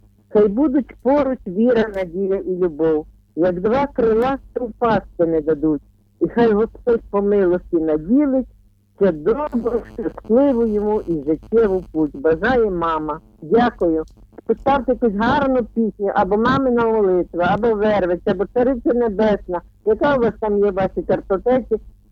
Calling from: Lviv Oblast, Ukraine; Я з Львівщини телефоную.

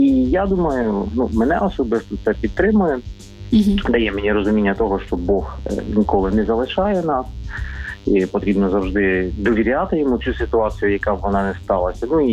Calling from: Odesa, Odesa Oblast, Ukraine; місто Одеса.

